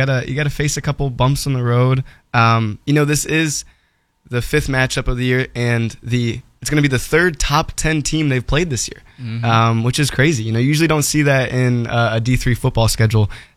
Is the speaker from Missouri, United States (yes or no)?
yes; St. Louis, Missouri, United States; I'm from the St. Loui